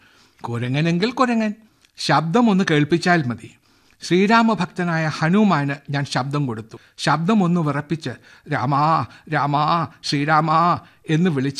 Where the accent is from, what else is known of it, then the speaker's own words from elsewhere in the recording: Mannarkkad, Kerala, India; മണ്ണാർക്കാട്ടുകാരനാണെങ്കിലും എൻ്റെ മണ്ണാർക്കാടിനതിർത്തി ലഡാക്ക് എന്നറിയുന്നേൻ എന്ന് പാടിയ ഒളപ്പമണ്ണയെ ഞാൻ സ്മരിക്കും.